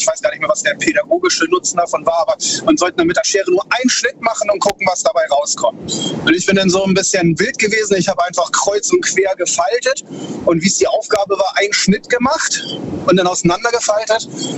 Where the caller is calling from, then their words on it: Baden-Württemberg, Germany; Ich bin aus zwischen Heidelberg und Karlsruhe.